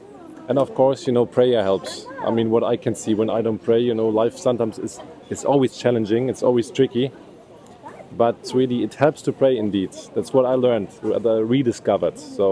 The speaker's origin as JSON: {"language": "English", "country": "Germany"}